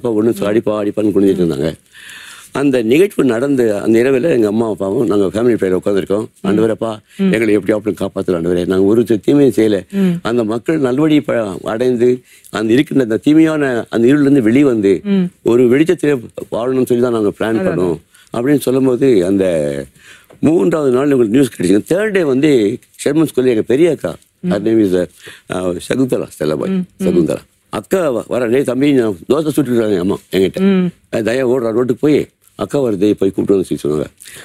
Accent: India; moved away as an adult; now in Vellore, India; எனக்கு சொந்த ஊர் வந்து பாம்பூர் தான். அங்கே நான் அந்த 1971 அந்த ஊருக்கு நான் போனேன்.

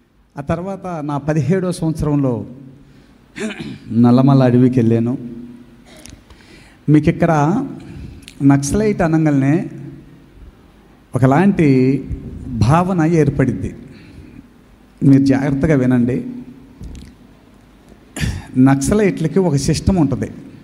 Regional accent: Santharavuru, Andhra Pradesh, India; మాది ప్రకాశం జిల్లా, చిన్న పల్లెటూరు సంతరావూరు అనే గ్రామం. ఆ గ్రామంలో నేను 10వ తరగతి దాకా చదువుకున్నాను.

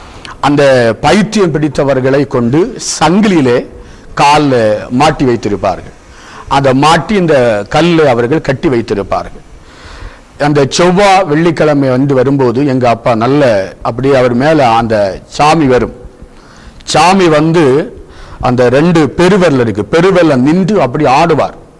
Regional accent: Kollankodu, Tamil Nadu, India; born or raised there

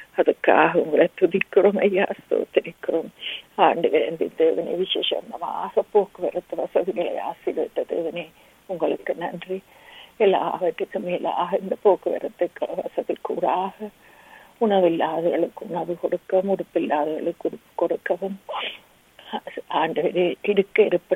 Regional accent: Sri Lanka; நாங்கள் பிறந்து வளர்ந்த இலங்கை தேசத்துக்கு

